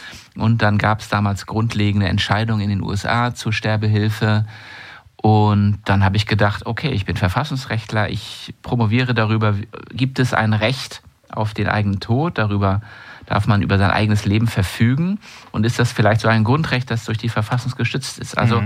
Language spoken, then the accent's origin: German; Schleswig-Holstein, Germany; also born or lived in Eutin; es ist aber nur meine Geburtsstadt, weil das Krankenhaus war. Aber aufgewachsen bin ich zwischen Plön und Malente. Das sagt wahrscheinlich vielen was. Auf einem ganz kleinen Dorf, Niederklewitz. Das waren 300 Seelen, also ein echtes Dorf, wo kein Bus fährt, außer dem Schulbus